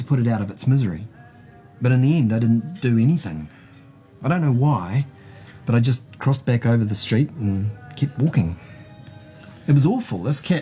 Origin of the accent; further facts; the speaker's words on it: Auckland, New Zealand; now in Wellington, New Zealand; I moved here from Auckland and I just can't get used to the weather down here.